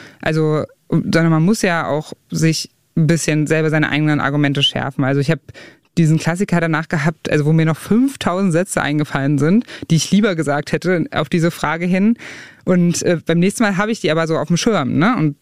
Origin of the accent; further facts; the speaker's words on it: Saxony-Anhalt, Germany; Also weil ich habe das Gefühl, dass da in Teilen Ostdeutschlands und Sachsen-Anhalt und der Altmark, wo ich herkomme, dass da so eine Parallelöffentlichkeit und Parallelwelt so ein bisschen entsteht